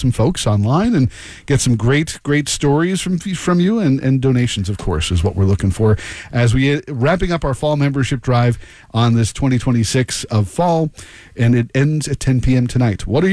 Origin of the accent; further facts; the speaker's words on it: Sleepy Hollow, New York, United States; my hometown is blowing up with Halloween town time.